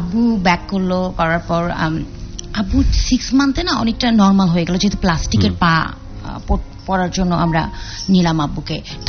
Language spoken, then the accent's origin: Bangla; Gaibandha, Rangpur Division, Bangladesh; আমি খুবই ছোট একটা শহর থেকে বেড়ে উঠেছি, গাইবান্ধা। গাইবান্ধা আমরা দুই ভাই দুই বোন, আমার স্কুলিংটা ওখানে।